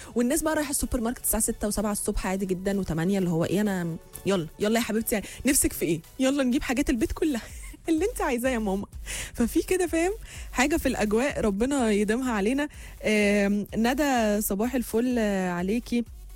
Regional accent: Egypt; ويلا نبقى فخورين ان احنا مصريين

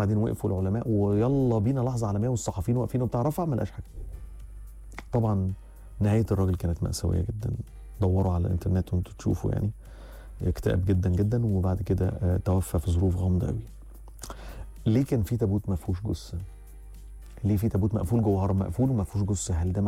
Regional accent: Egypt; احنا كمصريين احنا اقدم بكتير من هذا العمر.

